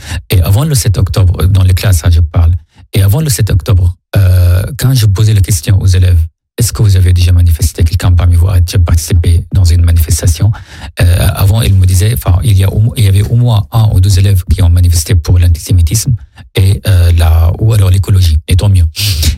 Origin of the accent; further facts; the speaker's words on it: Syria; moved away as an adult; moi je viens d'ailleurs de la Syrie.